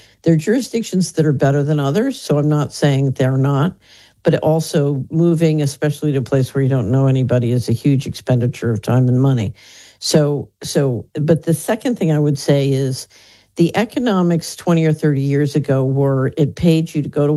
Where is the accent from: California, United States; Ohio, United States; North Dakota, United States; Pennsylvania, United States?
Pennsylvania, United States; Philadelphia; I grew up in West Philadelphia.